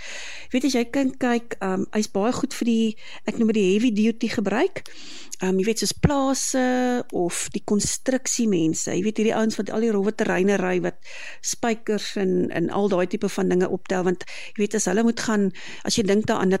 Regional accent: Kempton Park, Gauteng, South Africa; born there; now in Hartenbos, South Africa

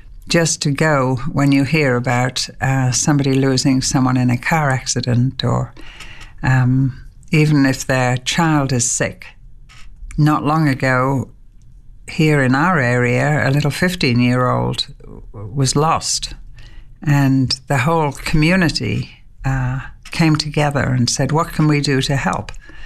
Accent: England, United Kingdom; and I'm English.

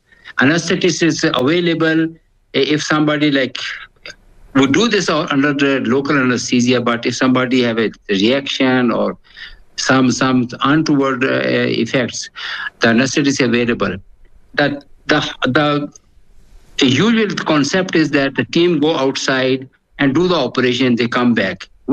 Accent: Pakistan; because I'm from Pakistan, so we used to go travel to other areas, and in that country there's no need to be in a hospital to the operation.

